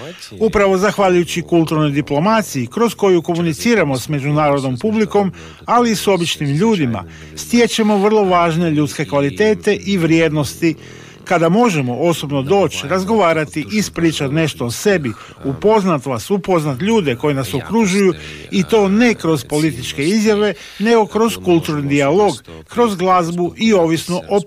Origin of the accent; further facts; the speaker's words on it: Ukraine; Baš kao i Hrvati, i mi smo Ukrajinci, imamo hrabrosti biti svoji i razgovarati sa svijetom kroz vlastitu kulturu.